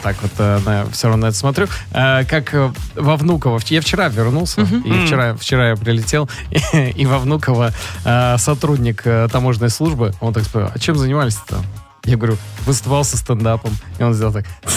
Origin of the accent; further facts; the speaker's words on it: Colombia; Russian is a second language; now in Moscow, Russia; я там, из Колумбии